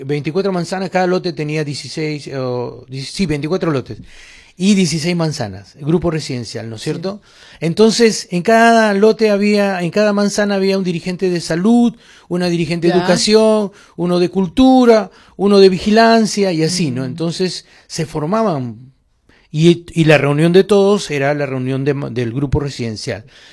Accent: Villa El Salvador, Lima, Peru; Yo soy de Villa El Salvador, una ciudad que está a 20 kilómetros de Lima.

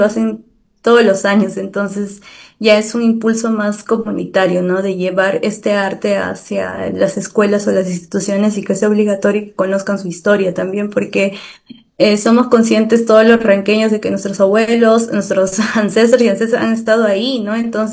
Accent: Pasco, Peru; somos de Pasco

